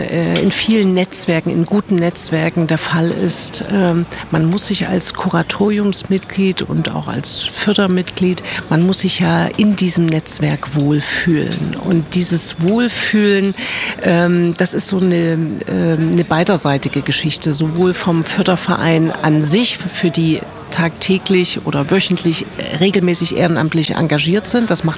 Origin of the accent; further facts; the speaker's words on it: Leipzig, Saxony, Germany; als Leipzigerin